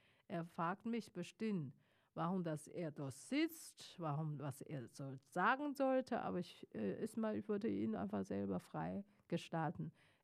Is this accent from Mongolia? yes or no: yes; Mongolia; German is a second language; Ja, tut mir leid, ich bin anders sauter als normale Chinesen. Wir kommen aus Mongolei.